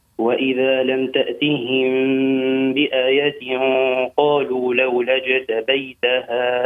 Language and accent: Arabic; Zaghouan Governorate, Tunisia; ولاية زغوان.